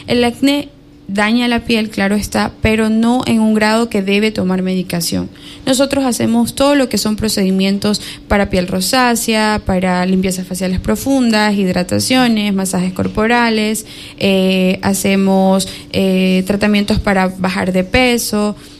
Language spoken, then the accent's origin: Spanish; Manabí, Ecuador; mi mamá es del campo, yo soy de Manabí